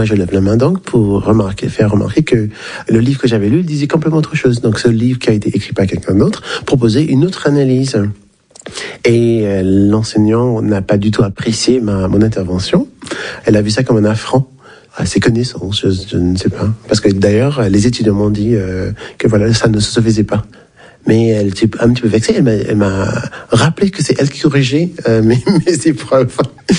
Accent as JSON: {"language": "French", "country": "St. Vincent & Grenadines", "also_born_or_lived": "Trinidad and Tobago", "second_language": "French", "moved": "as an adult", "lives_now": "France", "said": "Maître de conférence en sciences du langage. Je suis originaire des Antilles anglophones, c'est-à-dire Saint-Vincent et Trinidad et Tobago. Donc moi, je venais d'arriver en France dans un cours de master en syntaxe."}